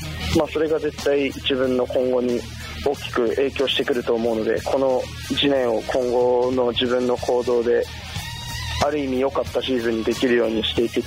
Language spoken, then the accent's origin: Japanese; Kushiro, Hokkaido, Japan; born there; moved away; 釧路で生まれたんですけど